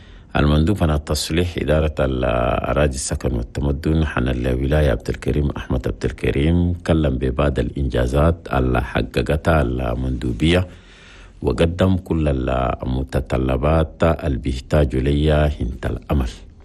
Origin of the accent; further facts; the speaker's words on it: Chad; في بلدنا تشاد.